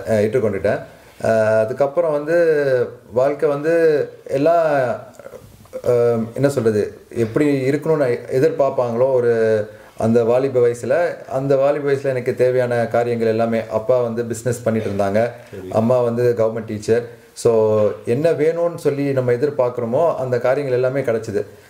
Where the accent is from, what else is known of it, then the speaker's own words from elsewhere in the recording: Chennai, Tamil Nadu, India; born there; போனது எல்லாமே வந்து சென்னையில் தான். கிறிஸ்டியன் ஃபேமிலி, அம்மா அப்பா வந்து டிவோர்ட் கிறிஸ்டியன்ஸ்.